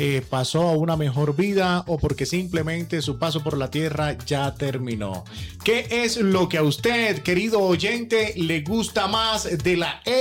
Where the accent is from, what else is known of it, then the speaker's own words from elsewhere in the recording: Coveñas, Sucre, Colombia; de donde yo soy, en Coveñas, Sucre, no, nosotros decimos faltan 5 para las 12.